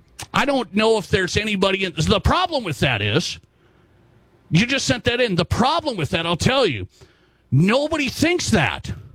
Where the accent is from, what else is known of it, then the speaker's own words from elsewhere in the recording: Montana, United States; moved away; also born or lived in South Dakota; I come from Montana. I've lived in Montana and South Dakota, okay, fully.